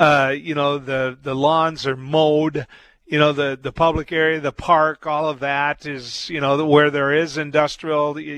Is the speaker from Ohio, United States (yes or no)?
no; Mantador, North Dakota, United States; I know in my hometown, Manador